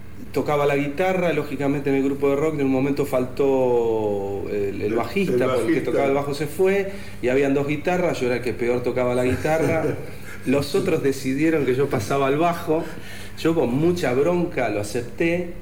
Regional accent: Vicuña Mackenna, Córdoba, Argentina; also born or lived in Lomas de Zamora; Yo viví en nací en Loma de Zamora de manera muy circunstancial, pero mi viejo era veterinario y vivíamos en un pueblo llamado Vicuña Mackenna. Desde que nací...

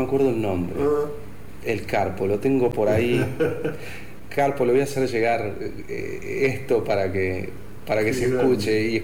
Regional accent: Vicuña Mackenna, Córdoba, Argentina; also born or lived in Lomas de Zamora; Yo viví en nací en Loma de Zamora de manera muy circunstancial, pero mi viejo era veterinario y vivíamos en un pueblo llamado Vicuña Mackenna. Desde que nací...

